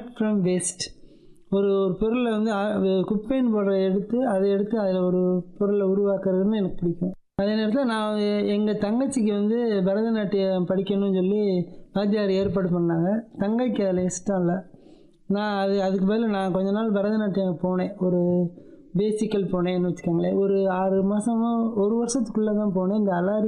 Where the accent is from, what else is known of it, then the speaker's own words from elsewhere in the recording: Shenkottai, Tamil Nadu, India; எங்கள் அப்பாவுக்கு சொந்த ஊர், அப்பா ஊர் தான் எங்களுக்கு பூர்வீகம், செங்கோட்டை, குற்றாலம் பக்கத்தில் எழில் கொஞ்சம் செங்கோட்டை தான் எங்களுக்கு சொந்த ஊர்.